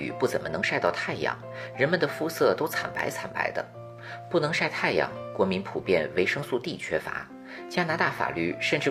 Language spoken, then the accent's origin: Chinese; China